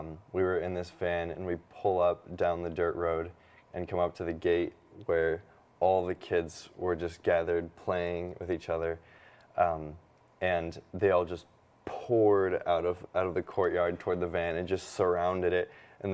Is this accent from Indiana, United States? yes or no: yes; Indianapolis, Indiana, United States; I'm a junior at Ave Maria as well. And I'm from Indianapolis, Indiana.